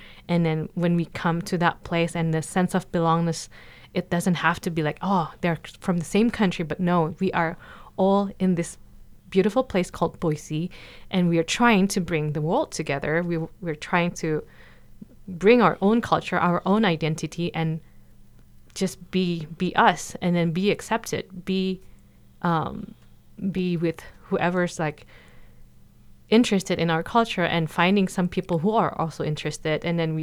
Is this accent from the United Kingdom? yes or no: no; Indonesia; English is a second language; moved away as an adult; also born or lived in Ohio; now in United States; When I come from Indonesia, I don't know, almost 20 years ago, and then met my husband in Ohio.